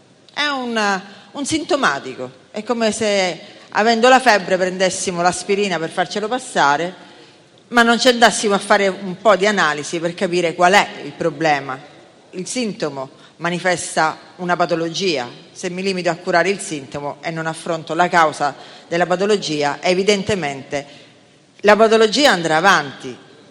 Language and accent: Italian; Sicily, Italy; Io sono un'isolana, sono siciliana